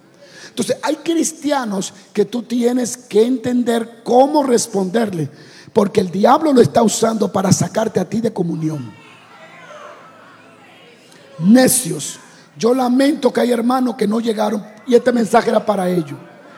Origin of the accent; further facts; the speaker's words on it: Dominican Republic; also born or lived in Santo Domingo; now in United States; cuando vivía en Santo Domingo